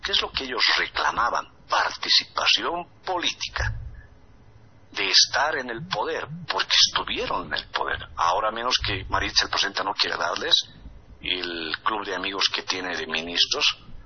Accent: Camacho Province, La Paz, Bolivia; now in La Paz, Bolivia; porque salgo del lado del lago. Yo me he criado en el lado de la provincia de Camacho. Yo siempre le he dicho alguna vez, yo soy aymara, pero primero soy boliviano.

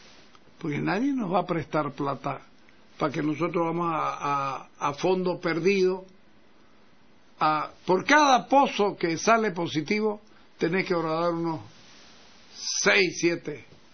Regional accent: Bolivia; porque somos bolivianos

